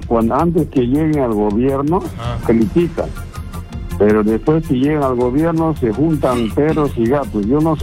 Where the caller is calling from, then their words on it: Lima, Peru; De Lima, de Arte Vitarte